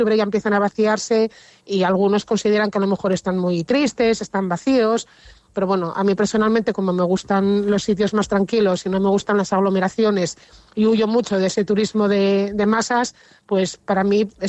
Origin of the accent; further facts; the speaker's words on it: Asturias, Spain; no puedo evitar decirlo como asturiana